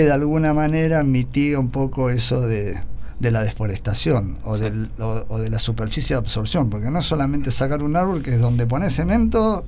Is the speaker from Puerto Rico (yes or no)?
no; Córdoba, Argentina; Bueno, pasó lo mismo en Córdoba. Yo soy cordobés y fui hace poco, y lo que ha cambiado en 10, 15 años es, de hecho, ya se habla del Gran Córdoba, el Gran Rosario.